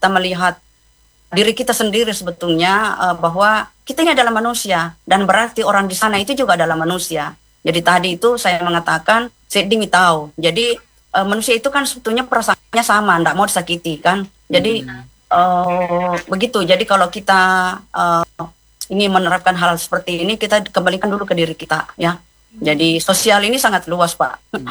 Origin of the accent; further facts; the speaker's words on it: South Sulawesi, Indonesia; accent: Bugis; Jadi kalau kita mempermalukan orang lain, sungguhnya kalau dia balik ke kita, saya maaf pakai logat Bugis.